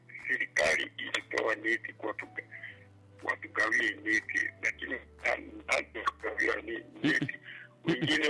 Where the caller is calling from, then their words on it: Serengeti District, Mara, Tanzania; Nyamitita, wilaya Serengeti.